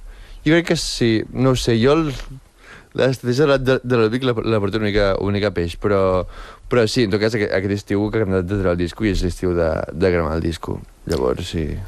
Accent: Espolla, Catalonia, Spain; Jo soc d'Espolla, sí.

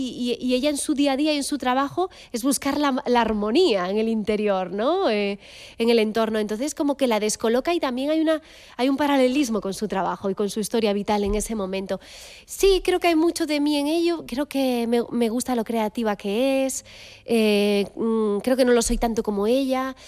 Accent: Galicia, Spain; now in Madrid, Spain; quizás sea porque soy gallega

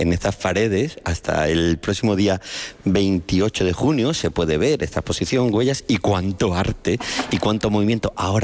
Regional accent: Málaga, Andalusia, Spain; yo soy malagueño, lo mismo.

